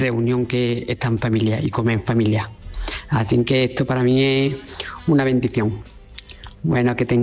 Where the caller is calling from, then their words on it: Ronda, Andalusia, Spain; de Ronda.